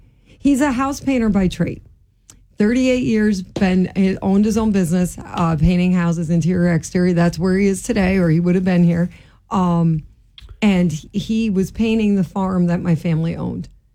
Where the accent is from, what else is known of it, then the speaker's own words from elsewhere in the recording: United States; But it's really … I'm from Columbia County.